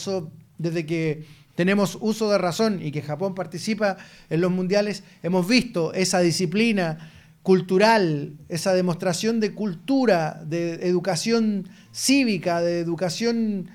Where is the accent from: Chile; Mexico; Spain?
Chile